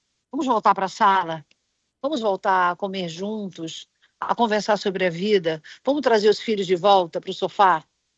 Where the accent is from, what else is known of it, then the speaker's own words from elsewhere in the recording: Rio de Janeiro, Brazil; o Rio de Janeiro, então, que eu venho da cidade do Rio de Janeiro, é um desrespeito tremendo, sabe?